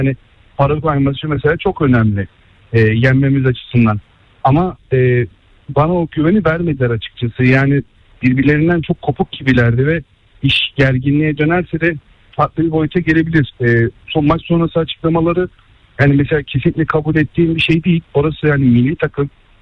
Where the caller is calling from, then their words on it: Istanbul, Turkey; İstanbul'dan arıyorum.